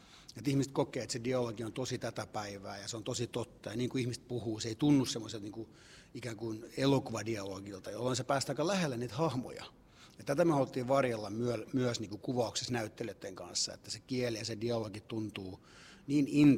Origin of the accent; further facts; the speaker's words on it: Cyprus